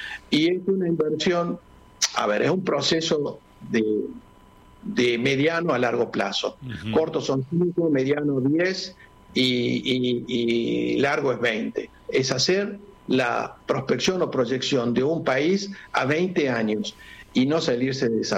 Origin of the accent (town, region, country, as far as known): Salta, Argentina; now in Córdoba, Argentina